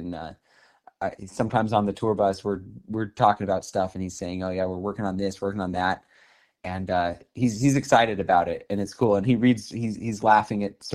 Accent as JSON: {"language": "English", "town": "Los Angeles", "region": "California", "country": "United States", "tie": "born or raised there", "said": "So I had the good luck of growing up in California, in Los Angeles. So this happens to be a place where there's musicians all over the place."}